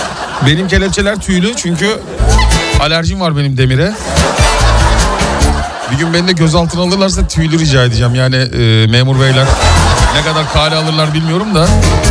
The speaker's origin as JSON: {"language": "Turkish", "region": "İzmir", "country": "Turkey", "also_born_or_lived": "Istanbul", "said": "Ben İstanbul'da doğdum ama yani benim memleketim İzmir."}